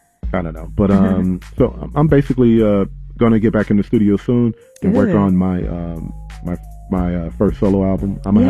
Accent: Chicago, Illinois, United States

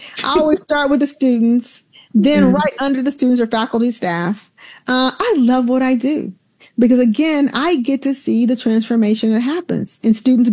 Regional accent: Alabama, United States; with that just fifth grade education back then and growing up in Alabama.

